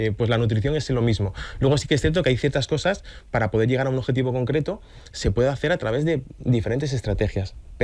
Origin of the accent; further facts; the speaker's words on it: Asturias, Spain; moved away as an adult; now in Valencia, Spain; Yo llegué hace 9 años a Valencia y esa es una guerra perdida.